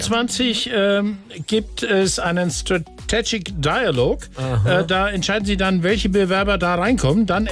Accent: Munich, Bavaria, Germany; das sag ich als Münchner.

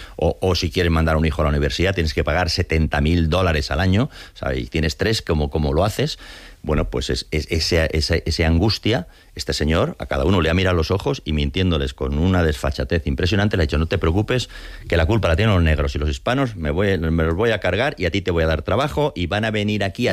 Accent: Spain; Hombre, claro que sé que soy español y me gusta García Lorca.

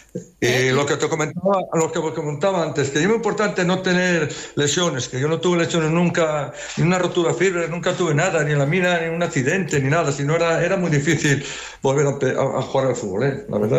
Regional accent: Turón, Asturias, Spain; que yo soy de Turón

